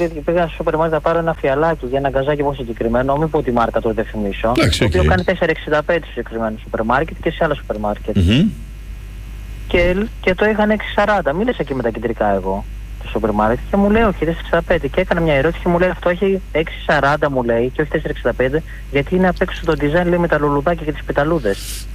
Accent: Trikala, Thessaly, Greece; Εντάξει, και εγώ γενικά δεν είμαι από εδώ, είμαι σύζυγος, εγώ από Τρίκαλα είμαι.

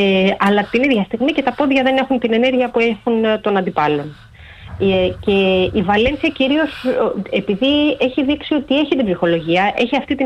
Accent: Greece; Θα το πανηγυρίσουμε ως Έλληνες.

